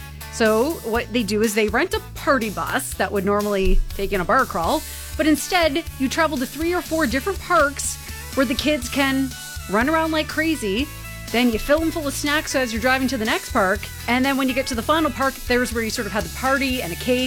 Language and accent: English; Chatham, Ontario, Canada; Because growing up in Chatham, that was the place to have your birthday party, was the caboose in the parking lot at McDonald's.